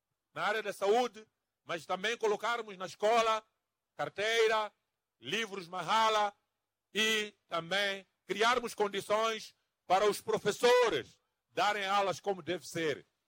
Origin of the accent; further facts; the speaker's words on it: Mozambique; Todos nós, como moçambicanos